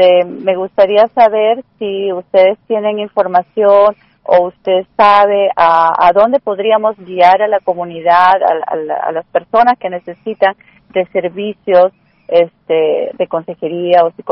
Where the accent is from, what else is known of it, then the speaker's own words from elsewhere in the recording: Peru; Sí, doctor, yo soy peruana, usted sabe y me conoce, en algún momento estuvimos conversando, yo soy psicóloga peruana.